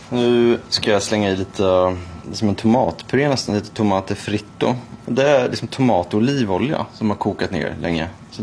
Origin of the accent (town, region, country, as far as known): Norrköping, Östergötland, Sweden; born or raised there